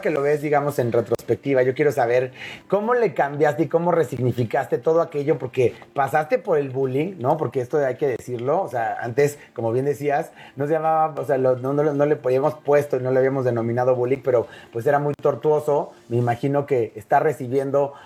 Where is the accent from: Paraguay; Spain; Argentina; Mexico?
Mexico; a nosotros como mexicanos se nos pone ese tema del patrimonio